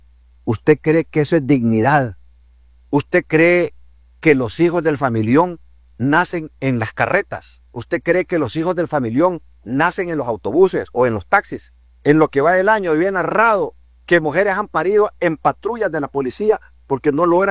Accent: Honduras; esos somos nosotros, los hondureños.

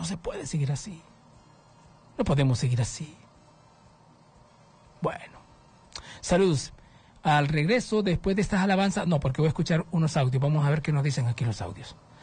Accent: Honduras; pues yo soy ciudadano hondureño.

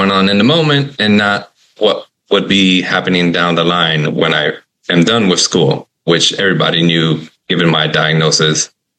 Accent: Miami, Florida, United States; I'm from Miami, Florida.

